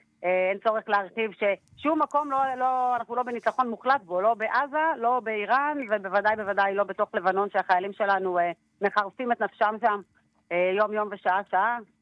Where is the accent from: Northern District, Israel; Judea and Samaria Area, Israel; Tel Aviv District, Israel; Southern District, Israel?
Northern District, Israel; Beit Hillel; אני גדלתי פה, ההורים שלי פה.